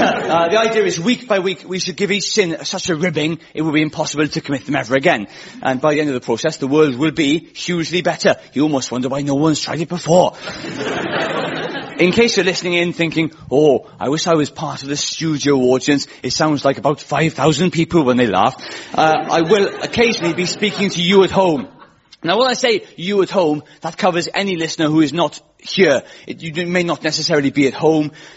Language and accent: English; Wales, United Kingdom; accent: Welsh; I'm Welsh